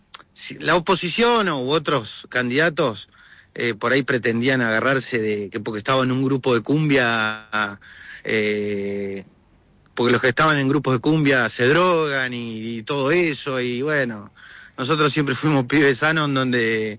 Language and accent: Spanish; Gualeguaychú, Entre Ríos, Argentina; born there; Gualeguaychú, ciudad en la que me dio la vida, yo nací en Gualeguaychú.